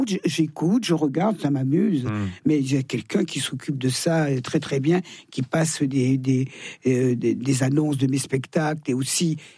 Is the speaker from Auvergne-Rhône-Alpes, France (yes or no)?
yes; Thonon-les-Bains, Auvergne-Rhône-Alpes, France; born there; Ah oui, je chante dans ma ville natale